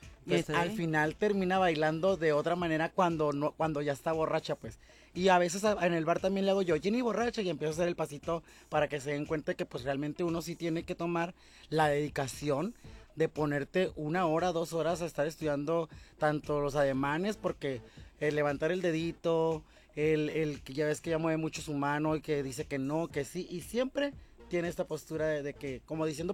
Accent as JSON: {"language": "Spanish", "region": "Sinaloa", "country": "Mexico", "said": "Porque pues me gustaba, soy de Sinaloa, me gusta la banda."}